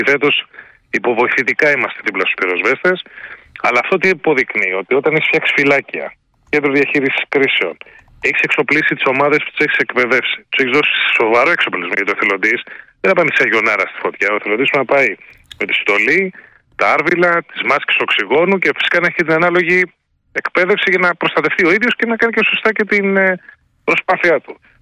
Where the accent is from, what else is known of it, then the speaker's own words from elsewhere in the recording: Kefalonia, Ionian Islands, Greece; Σας λέω γιατί είναι το νησί μου, Κεφαλονιά, και έχω πρώτη επάμεξη εικόνα.